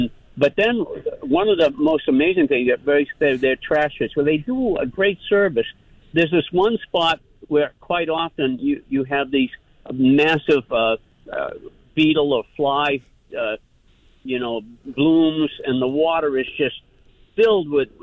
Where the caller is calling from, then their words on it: Killington, Vermont, United States; Hi, I'm from Killington, but I have a home up on Lake Champlain off of the west shore of Isle of Mott.